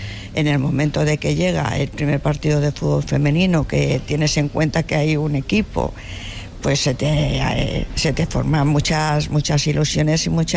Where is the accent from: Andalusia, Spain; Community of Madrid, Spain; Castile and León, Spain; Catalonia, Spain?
Community of Madrid, Spain; Madrid; Yo soy de Prosperidad. Y nos íbamos a jugar, que antes era todo campo, cuando yo era pequeña era todo campo, era Clara del Rey y Corazón de María.